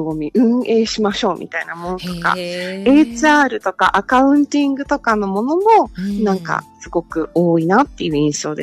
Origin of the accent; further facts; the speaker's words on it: East Coast, United States; now in Los Angeles, United States; 私もともと東海岸出身なので、はい、カリフォルニアのお天気はいつもなんか、ラッキーな気持ちにさせてくれますな。